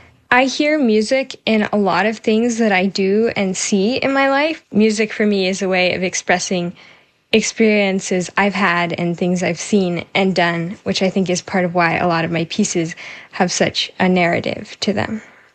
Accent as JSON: {"language": "English", "town": "Seattle", "region": "Washington", "country": "United States", "said": "I'm 16 years old and I'm from Seattle, Washington."}